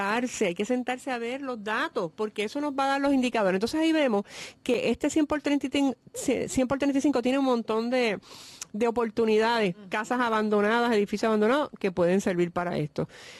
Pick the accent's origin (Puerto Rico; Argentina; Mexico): Puerto Rico; Trujillo Alto; Yo soy trujillana, by the way.